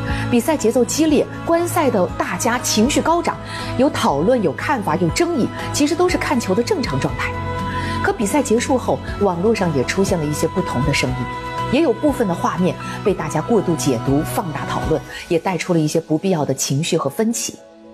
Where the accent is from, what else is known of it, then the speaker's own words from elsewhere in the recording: Jiangxi, China; 一起守护属于我们江西人自己的赣超联赛。